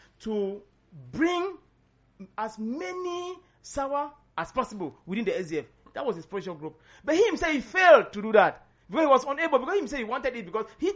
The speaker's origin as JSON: {"language": "English", "town": "Kumba", "region": "Southwest Region", "country": "Cameroon", "tie": "born there", "also_born_or_lived": "West Region, Cameroon", "moved": "yes", "lives_now": "Yaoundé, Cameroon", "said": "I was born in Kumba, but I hear from the grassfield. I hear from the West Region."}